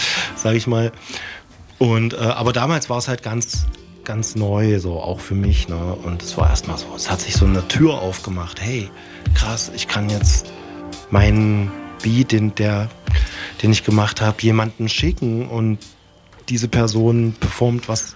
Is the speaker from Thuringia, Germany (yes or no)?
no; Dessau, Saxony-Anhalt, Germany; born or raised there; now in Leipzig, Germany